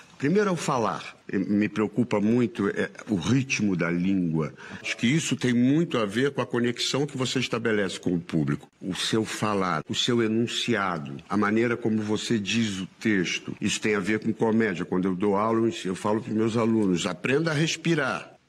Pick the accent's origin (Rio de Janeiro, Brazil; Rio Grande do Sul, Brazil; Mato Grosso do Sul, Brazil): Rio de Janeiro, Brazil; Eu fui criado na Ilha do Governador